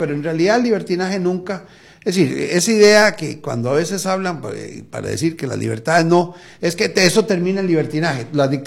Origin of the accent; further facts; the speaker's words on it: Costa Rica; hemos sentido como costarricenses